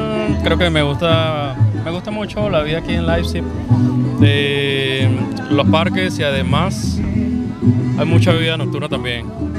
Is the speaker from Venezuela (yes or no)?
yes; Venezuela; now in Germany; vengo de Venezuela. Ya tengo un tiempo acá en Alemania.